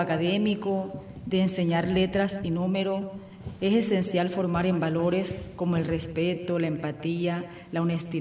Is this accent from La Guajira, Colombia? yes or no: yes; San Juan del Cesar, La Guajira, Colombia; A mi pueblo sanjuanero